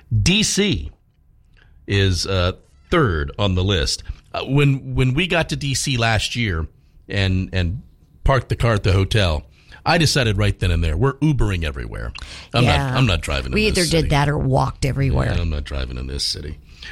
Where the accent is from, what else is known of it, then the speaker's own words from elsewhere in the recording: Norfolk, Virginia, United States; My hometown of Norfolk is 44th.